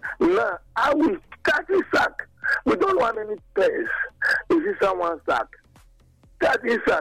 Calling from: Nigeria; I'm calling from Igbo Okoro this morning.

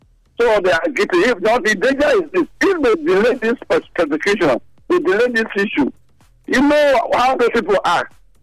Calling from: Nigeria

